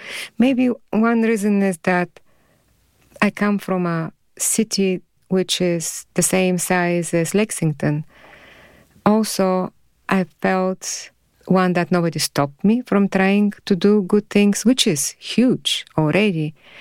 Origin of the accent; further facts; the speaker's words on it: Bulgaria; now in Kentucky, United States; I feel like I am from here. I feel like, but that doesn't mean that I'm not from Bulgaria. I feel I'm American, but that doesn't mean that I don't feel like I'm Bulgarian also.